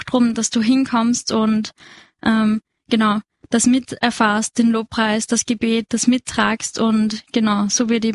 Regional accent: Bergland, Lower Austria, Austria; moved away as an adult; now in Vienna, Austria; ich bin aus Bergland. Genau, wir studieren beide gerade in Wien

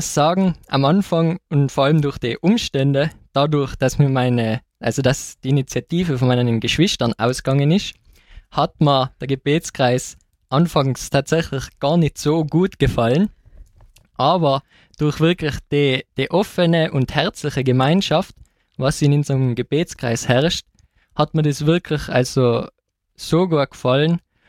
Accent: Tyrol, Austria; Ich bin 24 Jahre alt. Ich studiere Informatik in Innsbruck. Ich komme jetzt nicht direkt aus der Nähe von Petersberg, aber trotzdem aus dem Oberland.

